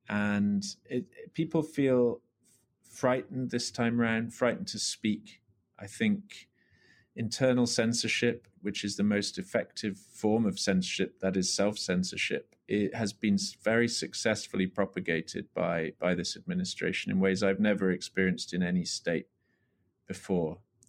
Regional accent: Canada; You know, I came to North America from Canada.

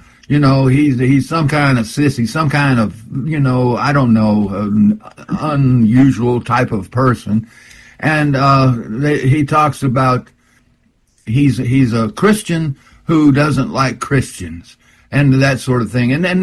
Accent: Texas, United States; No, I'm a Texan.

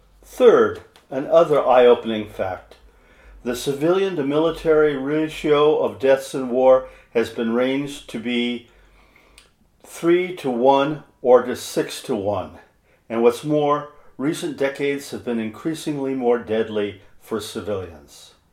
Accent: Cottage Grove, Oregon, United States; I am a writer from Cottage Grove, Oregon.

